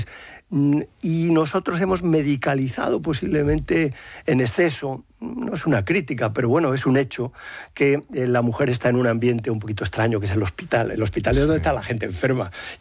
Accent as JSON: {"language": "Spanish", "town": "Madrid", "region": "Community of Madrid", "country": "Spain", "lives_now": "Salamanca, Spain"}